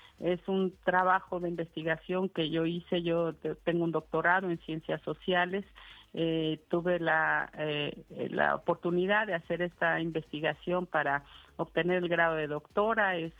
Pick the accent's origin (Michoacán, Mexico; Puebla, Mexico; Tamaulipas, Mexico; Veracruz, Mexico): Michoacán, Mexico; está dedicado a las mujeres de mi tierra y especialmente a las que viven en la zona de conflicto en la Tierra Caliente y en la Sierra Costa